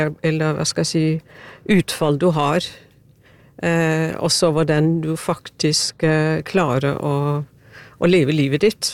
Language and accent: Norwegian; Denmark; Norwegian is a second language